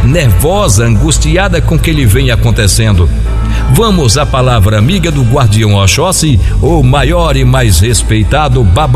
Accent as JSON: {"language": "Portuguese", "town": "Recife", "region": "Pernambuco", "country": "Brazil", "said": "74 anos de idade. Eu sou de Recife, capital pernambucana."}